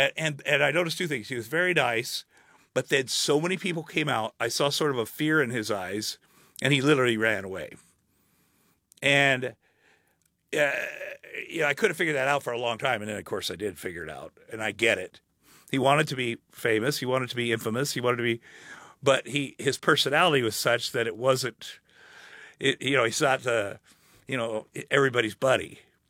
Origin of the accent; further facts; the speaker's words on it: Ottumwa, Iowa, United States; born or raised there; moved away as an adult; also born or lived in Minneapolis